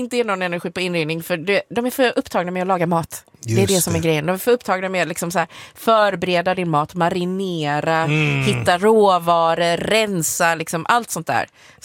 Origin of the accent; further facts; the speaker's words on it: China; Alltså, som kines så vet jag att det finns lite restauranger här och var som kanske är så här, en vanlig sushi-restaurang eller en vanlig så här nudelrestaurang.